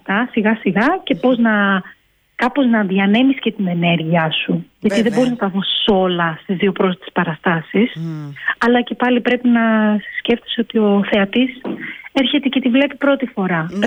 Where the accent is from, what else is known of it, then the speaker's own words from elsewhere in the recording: Crete, Greece; moved away as an adult; Εγώ όταν ξεκίνησα να δουλεύω με το Cirque du Soleil δεν το γνώριζα. Γιατί επειδή μεγάλωσα και στην Κρήτη δεν έτυχε να το δω κάπου.